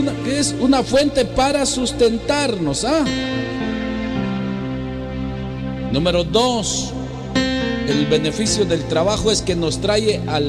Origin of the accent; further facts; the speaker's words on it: Quetzaltenango, Guatemala; yo crecí en Shela, 10 en Hnab, Shineketzaltenango